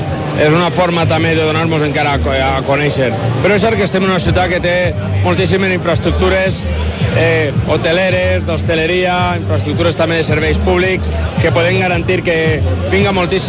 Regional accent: Alicante, Valencian Community, Spain; born there; also born or lived in Finestrat; tot el món diu que sóc de Finestrat, jo sóc, és que jo sóc nascut a Alacant, els meus pares vivien al barri Virgen del Remedio, un barri modest d'Alacant, i jo els primers anys de la infància els vaig tindre així

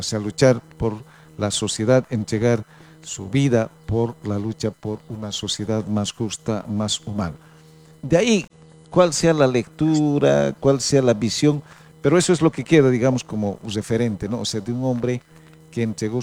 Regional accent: Bolivia; ¿y de dónde eres? Me dice, ¿no? De Bolivia.

